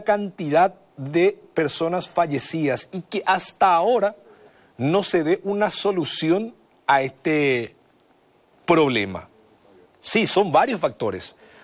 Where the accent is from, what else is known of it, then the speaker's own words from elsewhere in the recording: Pirayú, Paraguarí, Paraguay; como soy de Pirayú también, conozco el pesar de la población, específicamente de la compañía Pedroso.